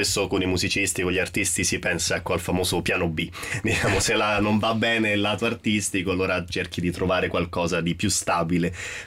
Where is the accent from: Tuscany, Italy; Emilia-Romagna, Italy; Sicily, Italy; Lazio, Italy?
Lazio, Italy; Rome; sono di Ostia